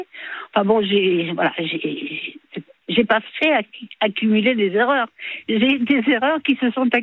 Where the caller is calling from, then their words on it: Île-de-France, France; Non, je suis en Île-de-France, mais je veux pas trop le préciser